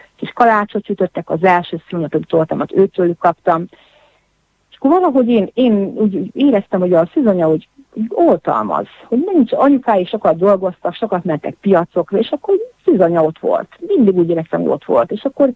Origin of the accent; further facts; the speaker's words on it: Palić, Vojvodina, Serbia; És én a palicsi templom kertjében, udvarában mond, születtem, ott nőttünk fel